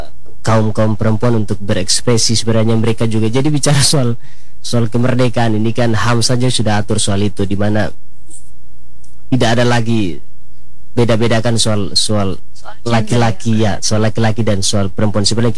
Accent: Alor, East Nusa Tenggara, Indonesia; khususnya kita orang Alor

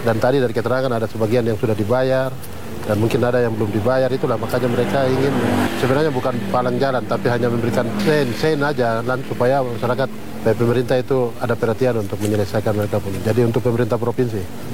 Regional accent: Jayapura, Papua, Indonesia; Kita orang Tobati juga walaupun bayar tanah, tapi kita Purana juga akan lewat di sini juga.

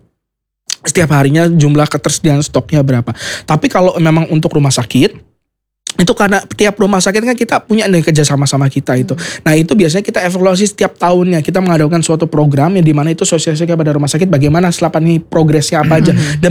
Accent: Banyumas, Central Java, Indonesia; accent: ngapak; walaupun saya tidak lahir di Banyumas, tapi saya besar di Banyumas, dan saya bangga jadi orang Banyumas. Ya, bapak-bapak ya. Walaupun ngapak saya kurang bagus

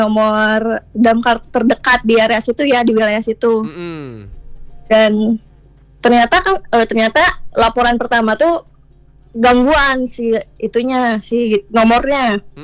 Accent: Ciamis, West Java, Indonesia; Saya asli Ciamis.

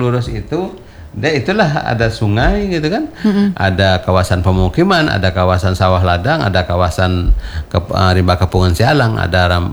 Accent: Batu Rijal, Riau, Indonesia; di kampung saya di Batu Rijal

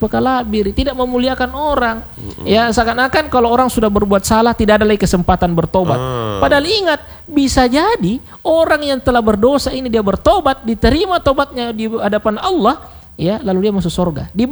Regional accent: South Sulawesi, Indonesia; Apalagi kan kita orang Bugis Makassar atau Sulawesi Selatan ini terjaga dengan yang tadi saya katakan

